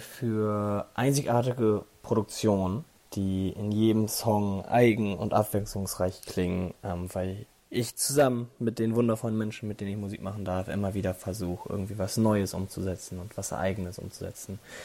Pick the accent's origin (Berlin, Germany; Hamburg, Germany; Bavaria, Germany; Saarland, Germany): Hamburg, Germany; Ich komme aus dem wunderschönen Hamburg.